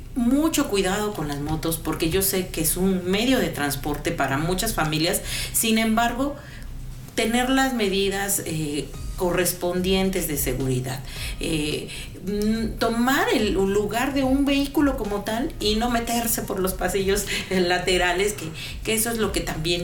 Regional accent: Mexico

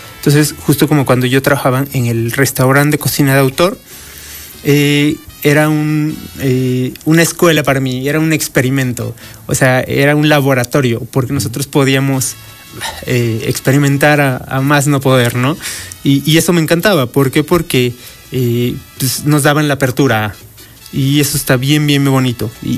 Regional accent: Puebla, Mexico; moved away

